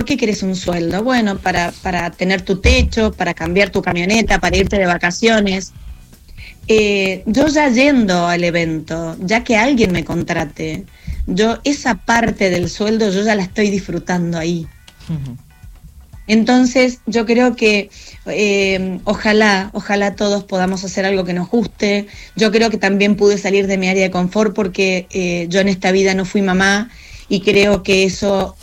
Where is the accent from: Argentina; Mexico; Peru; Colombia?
Argentina; El Triunfo, Buenos Aires Province; now in Spain; En mi pueblo se llama El Triunfo.